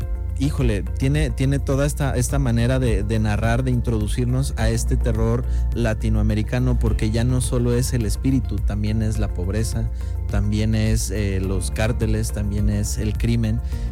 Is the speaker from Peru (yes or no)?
no; Mexico; Los mexicanos somos valientes, los mexicanos somos aventados